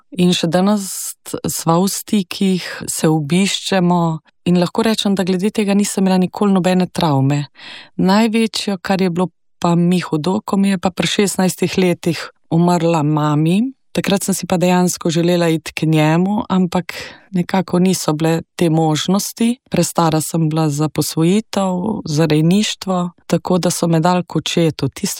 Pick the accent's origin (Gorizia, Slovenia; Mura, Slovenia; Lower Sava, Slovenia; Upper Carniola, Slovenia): Upper Carniola, Slovenia; Bohinjska Bela; Prihajam iz Gorenjske, iz Bohinjske Bele.